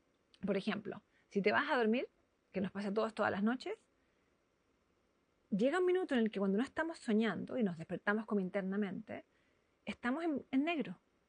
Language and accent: Spanish; Chile; now in Bochum, Germany; Yo digo, soy una fake Italian. Yo soy chilena.